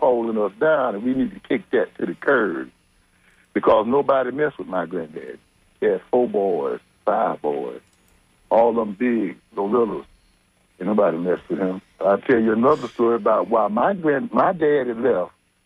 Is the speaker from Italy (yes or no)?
no; United States; I was born in Thomas County. I know. Okay. I grew up there.